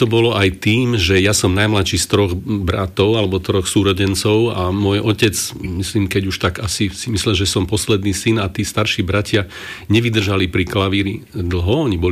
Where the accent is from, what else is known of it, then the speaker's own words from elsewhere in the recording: Banská Bystrica, Banská Bystrica Region, Slovakia; born there; Ja som sa narodil vlastne v Banskej Bystrici